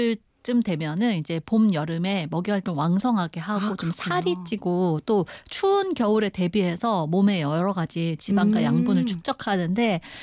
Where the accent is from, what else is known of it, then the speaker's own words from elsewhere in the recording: Mungyeong, North Gyeongsang, South Korea; moved away; 제 고향 문경의 특산품인데요.